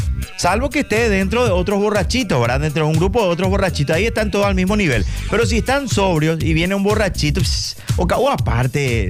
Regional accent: Luque, Central, Paraguay; yo soy de Maca y Quinta en Compañía, Maca y Luque.

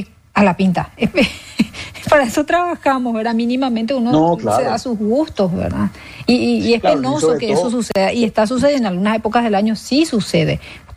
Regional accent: Paraguay; somos paraguayos, queremos consumir lo que producimos y estamos en nuestro total derecho.

